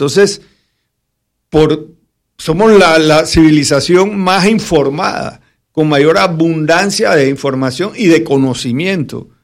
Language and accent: Spanish; Panama; nuestra calidad de personas como panameños